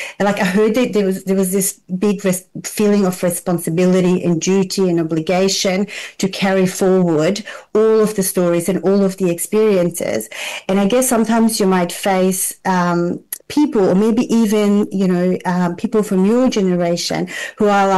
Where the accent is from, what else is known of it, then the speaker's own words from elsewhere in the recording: Zvornik, Republika Srpska, Bosnia & Herzegovina; I'm from Zvornik, which is like a tiny little town near Srebrenica.